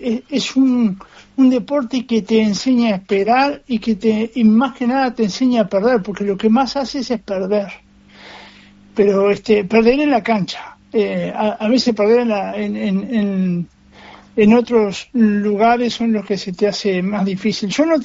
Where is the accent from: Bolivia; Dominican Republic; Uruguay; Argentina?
Uruguay; Castillos, Rocha; yo me crié entre las carreras de caballo, pero en el interior, yo soy nacido y criado en Castillos